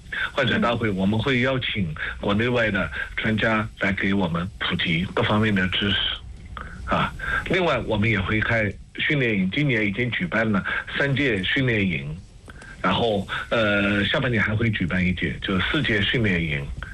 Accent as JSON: {"language": "Chinese", "country": "China", "said": "我们中国人口的基数大"}